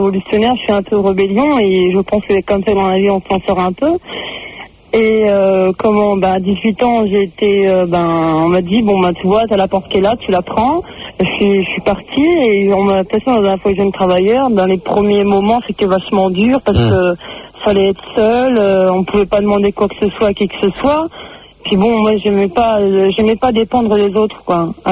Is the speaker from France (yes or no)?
no; Turkey; C'était d'origine, je suis turque, et j'étais en été en vacances.